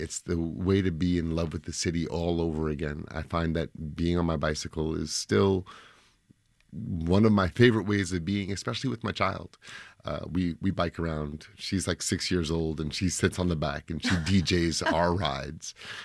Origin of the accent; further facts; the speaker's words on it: New York City, New York, United States; and I love to walk, I'm a New Yorker, I walk